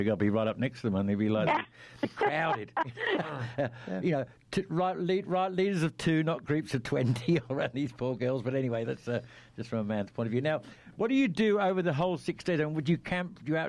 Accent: New South Wales, Australia; I'm from New South Wales

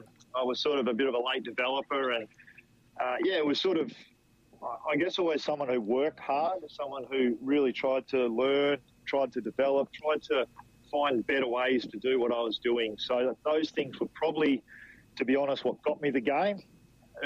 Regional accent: Northampton, Western Australia, Australia; moved away as an adult; also born or lived in Geraldton; growing up in Northampton

